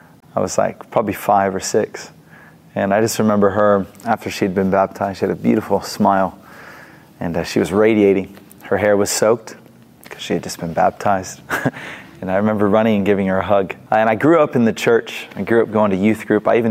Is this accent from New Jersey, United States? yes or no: no; Savannah, Georgia, United States; now in Sydney, Australia; I'm 24 years old. I live in Sydney, Australia. I'm from the United States, from the state of Georgia, city of Savannah, area code 912, coolest place ever, you know, praise God.